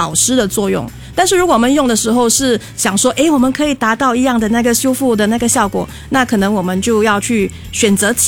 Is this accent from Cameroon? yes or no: no; Singapore; 因为身为一个新加坡人哦